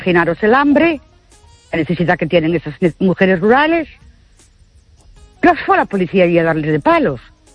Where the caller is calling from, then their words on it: Ourense, Galicia, Spain; Buenas noches … de Ourense.